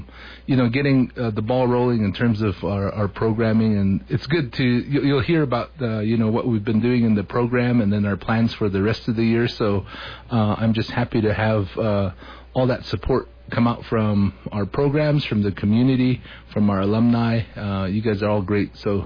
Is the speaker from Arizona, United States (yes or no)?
yes; Moenkopi, Arizona, United States; I'm from Munkatbi. … from there.